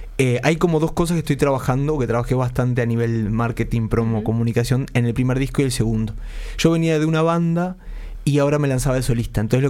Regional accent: Uruguay; siempre caemos bien, como el uruguayo

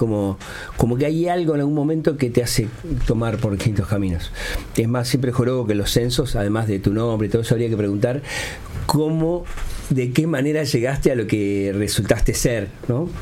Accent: Montevideo, Uruguay; Mi familia es de una familia humilde, ¿no? Bastante humilde, somos del Cerro, cerquita de Cerro Norte ahí.

